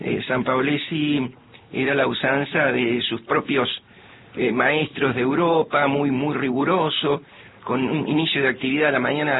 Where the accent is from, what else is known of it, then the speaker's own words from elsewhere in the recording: Mar del Plata, Buenos Aires Province, Argentina; Yo nací en La Plata. Mi familia se trasladó inmediatamente a Mar del Plata, ahí transcurrió mi niñez, mi adolescencia, egresé del Colegio Nacional Mariano Moreno de Mar del Plata